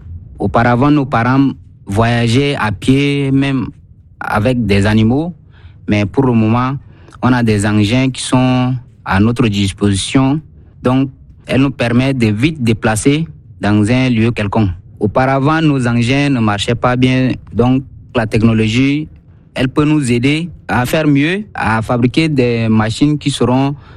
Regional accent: Chad; ici au Tchad

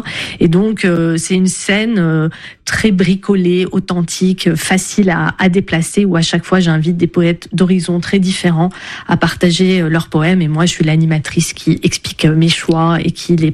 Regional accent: Lebanon; moved away; also born or lived in United States; c'est ça que j'avais vécu dans mon enfance au Liban, avec une tradition libanaise qui s'appelle le zajal

